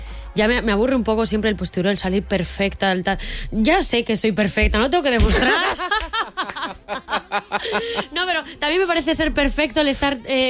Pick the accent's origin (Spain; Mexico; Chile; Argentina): Spain; Zaragoza, Aragon; born there